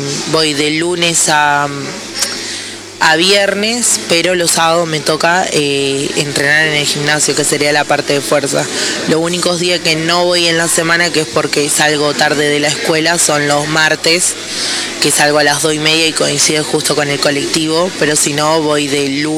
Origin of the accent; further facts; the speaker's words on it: Los Cardales, Buenos Aires Province, Argentina; yo igual soy de Exaltación de la Cruz de los Cardales.